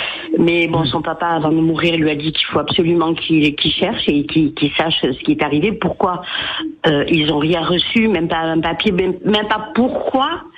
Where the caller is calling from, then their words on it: Ajaccio, Corsica, France; Moi, je suis à Ajaccio, donc.